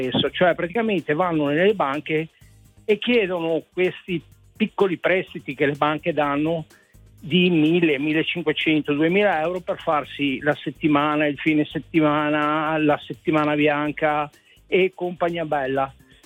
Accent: Loano, Liguria, Italy; also born or lived in Veneto; Io abitavo in Liguria, io sono originario del Veneto, ma nato e cresciuto in Liguria, precisamente a Loano, in provincia di Savona.

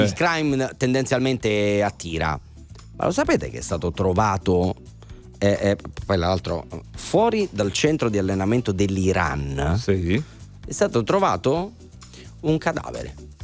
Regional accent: Acerra, Campania, Italy

